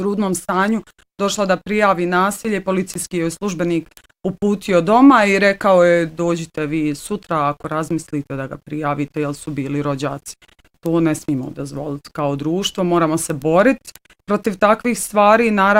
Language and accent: Croatian; Bosnia & Herzegovina; mi u Bosni i Hercegovini